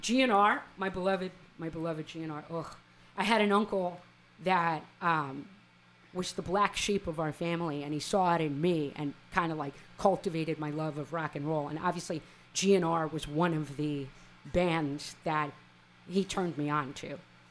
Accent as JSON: {"language": "English", "town": "Queens", "region": "New York", "country": "United States", "lives_now": "Austin, United States", "said": "I'm originally from Queens, New York. I've been in Austin like 12 years."}